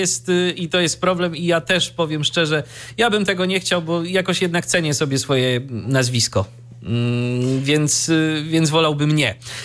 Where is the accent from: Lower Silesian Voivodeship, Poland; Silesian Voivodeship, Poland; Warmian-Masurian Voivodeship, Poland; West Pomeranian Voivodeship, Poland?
Warmian-Masurian Voivodeship, Poland; Iława; to taki lokalny mój iławski akcent.